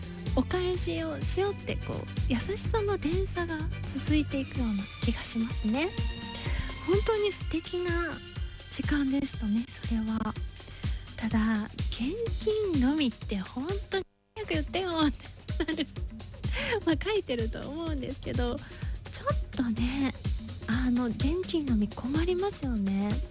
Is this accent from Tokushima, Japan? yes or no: yes; Tokushima, Japan; moved away; 私の地元の徳島も、